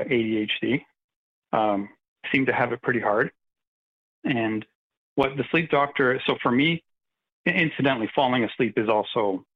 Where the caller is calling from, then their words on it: Ontario, Canada; I'm calling from Ontario, Canada.